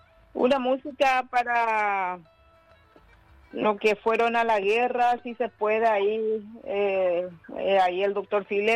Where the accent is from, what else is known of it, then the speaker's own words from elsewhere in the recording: San Ignacio, Misiones, Paraguay; moved away; me fui a mi ciudad natal, San Ignacio Misiones.